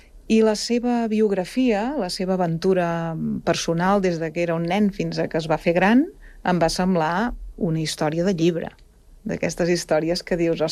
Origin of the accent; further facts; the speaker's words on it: Barcelona, Catalonia, Spain; Jo no sóc ben bé de Sant Cugat, sóc de Sants, de Barcelona, però treballo aquí a l'Escola d'Art des de fa gairebé 30 anys.